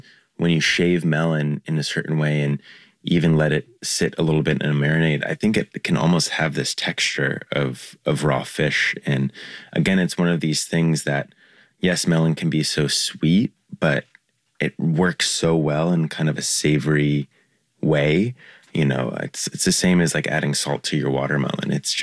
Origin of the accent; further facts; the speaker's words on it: the South and the Midwest, United States; now in New York, United States; this is kind of an ode to growing up in the South and the Midwest